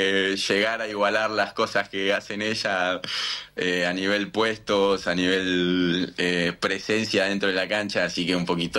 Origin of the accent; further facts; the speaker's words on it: Argentina; Somos argentinos de pie a cabeza